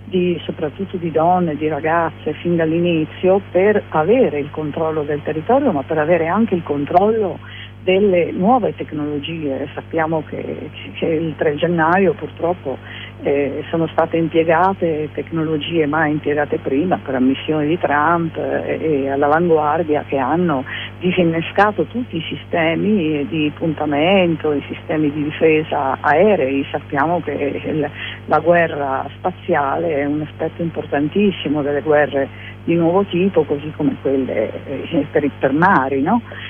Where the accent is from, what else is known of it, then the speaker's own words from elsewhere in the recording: Liguria, Italy; io sono della Liguria, del Ponente Ligure, quindi ce l'abbiamo lì invece per costruzioni, per follie edilizie, dei ricchi che vogliono mettersi nei posti dove si vede di più, insomma quello che sappiamo dalle nostre parti.